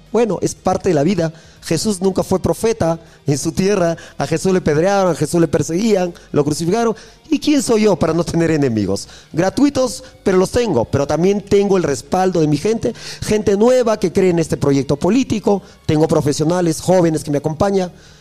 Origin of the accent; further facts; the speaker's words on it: Cutervo, Cajamarca, Peru; las circunstancias me trajo a mi tierra, donde nací, me crié